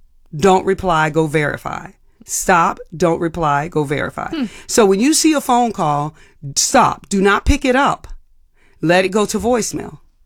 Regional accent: New Orleans, Louisiana, United States; I grew up in New Orleans. You didn't answer the door.

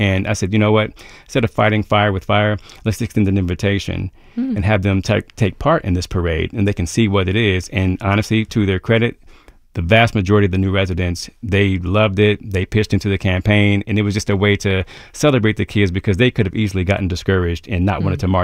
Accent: Columbus, Ohio, United States; also born or lived in Virginia / New York City; Coincidentally, I now live on the same street that I grew up on. I'm from Columbus, as you know, and I went to high school in Virginia, college in New York City.

